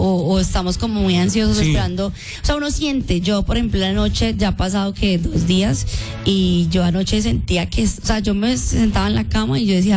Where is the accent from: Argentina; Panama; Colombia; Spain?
Colombia; Cali, Valle del Cauca; es mi tierra, es Cali, sin embargo Manizales también ha sido un golpe fuerte.